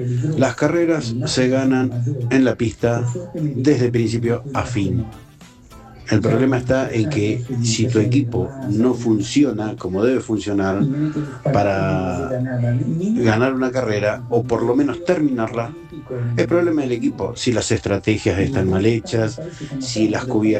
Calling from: Neuquén, Argentina; Abrazo enorme desde Neuquén.

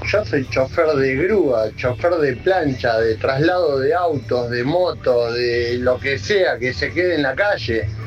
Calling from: Villa Madero, Buenos Aires Province, Argentina; de Villa Madero

